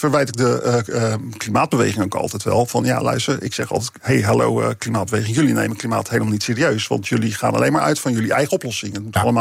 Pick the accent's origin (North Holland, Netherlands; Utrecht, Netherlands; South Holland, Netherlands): South Holland, Netherlands; Rotterdam; Als Rotterdammer denkt dan altijd van ja, dan komt Amsterdam onder water te staan